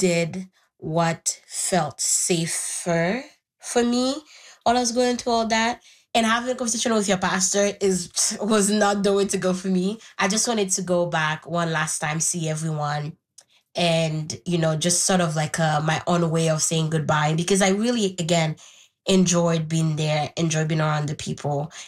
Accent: Haiti; I grew up in Haiti

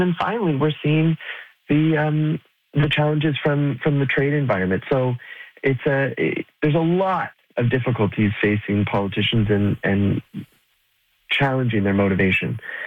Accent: Goderich, Ontario, Canada; now in Ottawa, Canada; Certainly my experience coming from Goderich, I now live in Ottawa, right? I didn't make my career and my life in my hometown.

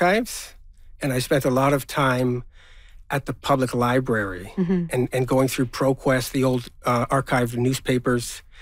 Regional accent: Toronto, Ontario, Canada; I was born and raised in Flemingdon Park, and I've always been intrigued by the history, the local history of the community.

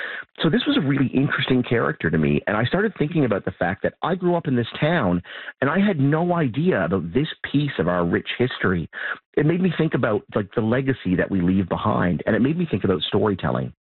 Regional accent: Kings Point, Newfoundland and Labrador, Canada; also born or lived in Rattling Brook, Canada; I grew up in Kings Point and Rattling Brook, and you know, I've been away for many years.

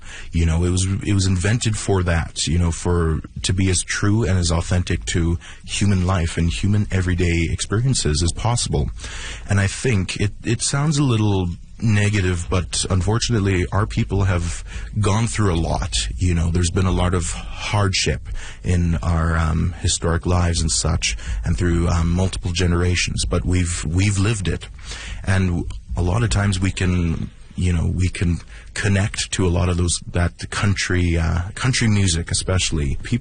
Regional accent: Sucker Creek, Alberta, Canada

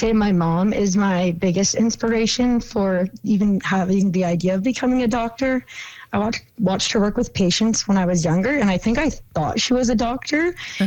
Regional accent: Fort Frances, Ontario, Canada; moved away; I'm from Fort Frances, so I definitely want to work where I'm from

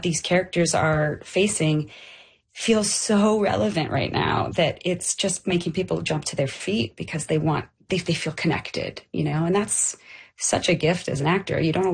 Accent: Canada; we need to do some stuff in Canada and come back and sing for our Canadian folks.

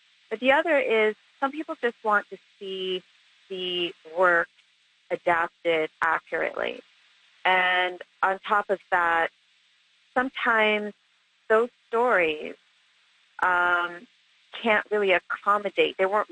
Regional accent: Nigeria; I'm Nigerian myself.

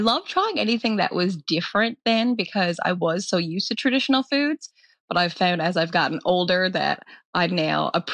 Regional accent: Triton, Newfoundland and Labrador, Canada; I'm very proud of my hometown. Triton is a beautiful place to live and the people are lovely.

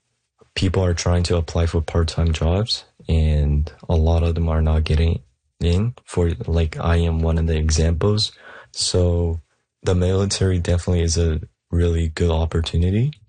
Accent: Toronto, Ontario, Canada; I am 18 years old and I'm from Toronto.

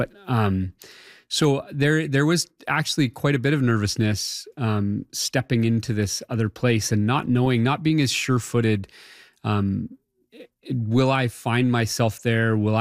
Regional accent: Yukon, Canada; moved away as an adult; also born or lived in Alaska; now in Hay River, Canada; I am a northerner. I grew up in the Yukon. I've lived in the Northwest Territories. And that's pretty much the summation of my life, a bit in Alaska.

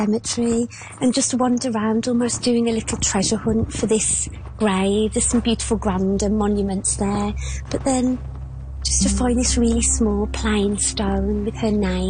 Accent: Birmingham, West Midlands, United Kingdom; I'm a poet from Birmingham in the UK

